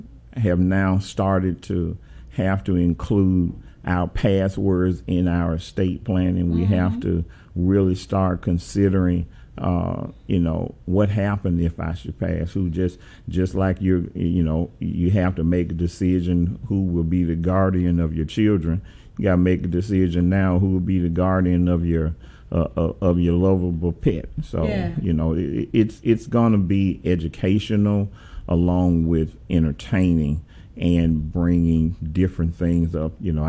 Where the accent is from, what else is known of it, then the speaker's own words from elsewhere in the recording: Memphis, Tennessee, United States; say I'm from South Memphis.